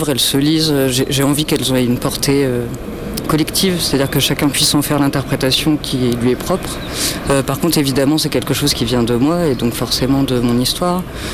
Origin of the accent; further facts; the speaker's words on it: Hauts-de-France, France; now in Montpellier, France; le paysage dans lequel j'ai grandi, puisque si j'habite et je travaille à Montpellier, je viens de Picardie, un territoire qui a été très marqué par la grande histoire